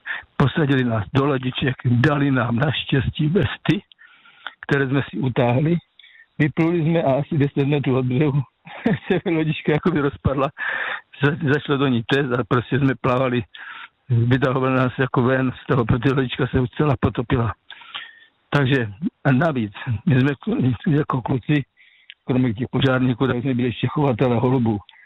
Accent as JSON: {"language": "Czech", "town": "Žeravice", "region": "South Moravian Region", "country": "Czechia", "said": "To už jsem říkal několikrát, že pocházím z Moravského Slovácka, z městečka Žeravice, to je mezi Kyjovem a Mzencem."}